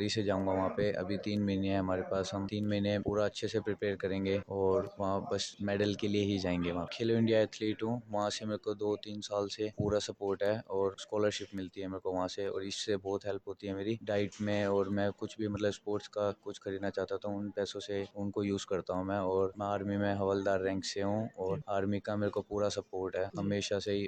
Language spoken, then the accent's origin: Hindi; Delhi, India; मैं दिल्ली का रहने वाला हूँ, द्वारका मोड़ से यहाँ रहता हूँ मैं, द्वारका मोड़ पे।